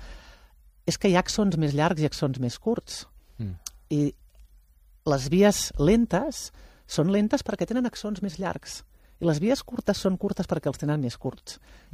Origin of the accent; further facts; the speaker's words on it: Prats de Lluçanès, Catalonia, Spain; Clar, tio, és que jo soc de Prats